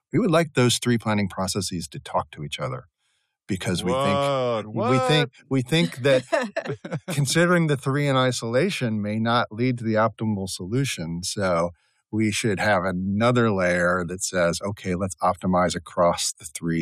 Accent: Minnesota, United States; as a Minnesotan

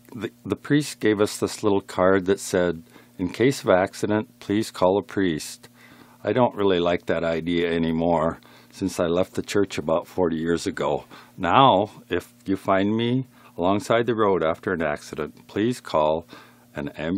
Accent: South Dakota, United States; I was raised in South Dakota in a strict Catholic family.

